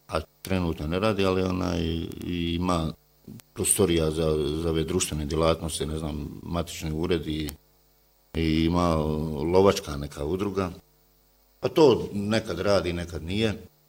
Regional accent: Federation of Bosnia and Herzegovina, Bosnia & Herzegovina; Ovdje kod nas u Ljubunču

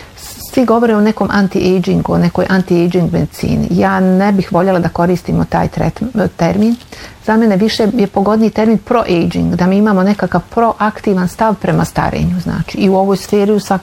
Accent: Orašje, Posavina, Bosnia & Herzegovina; ja sam odrasla u Orašju na Savi

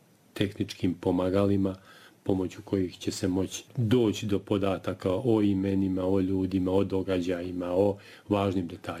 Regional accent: Derventa, Republika Srpska, Bosnia & Herzegovina; born there

